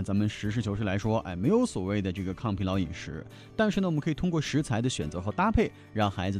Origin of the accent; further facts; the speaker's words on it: Hunan, China; 我们湖南人